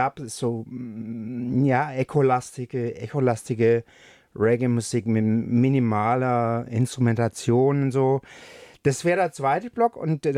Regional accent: Stuttgart, Baden-Württemberg, Germany; Ich bin aus Stuttgart.

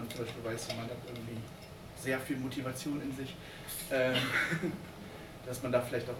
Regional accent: Leipzig, Saxony, Germany; ich bin nicht hier aus Leipzig, also ich bin aus Leipzig, aber ich bin hier nicht geboren und als ich nach Leipzig gekommen bin

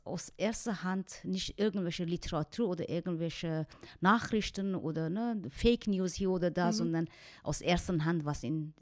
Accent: Iran; German is a second language; moved away as an adult; now in Germany; wenn ich als Iranerin darauf verzichten muss

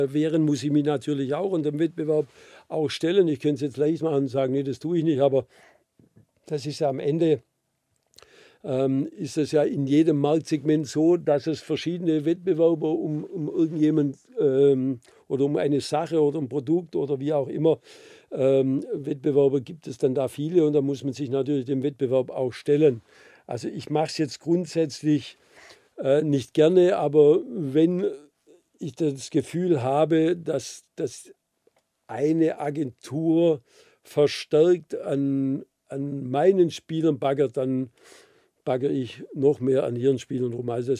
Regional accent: Baden-Württemberg, Germany; accent: Swabian; Meinen schwäbischen Akzent versteht man hier auch ganz gut.

